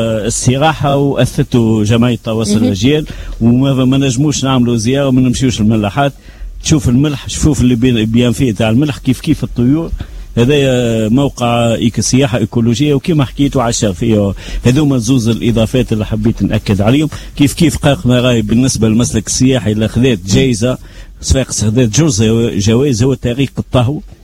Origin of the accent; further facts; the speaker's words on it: Sfax Governorate, Tunisia; احنا صفاقسي